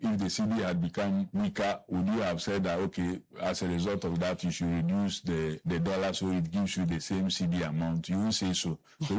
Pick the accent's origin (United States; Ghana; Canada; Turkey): Ghana